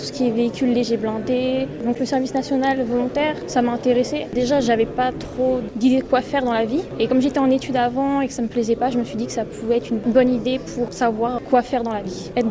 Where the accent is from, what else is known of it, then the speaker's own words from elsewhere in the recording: Normandy, France; j'ai 18 ans. Je suis originaire de Normandie, dans l'Eure.